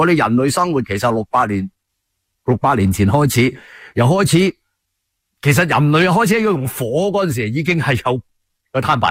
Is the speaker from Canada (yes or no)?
yes; Canada; 佢哋最清楚话俾我哋加拿大人知道